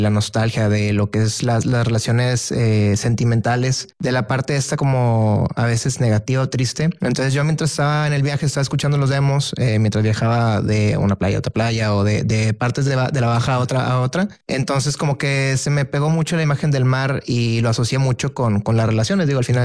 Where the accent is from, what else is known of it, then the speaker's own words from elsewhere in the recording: Guadalupe, Nuevo León, Mexico; Yo soy de aquí de Monterrey, Nuevo León. ¿De qué parte de la ciudad? Soy de Guadalupe. Guadalupe. Del municipio de Guadalupe. Muy criado, bien. Nacido ahí.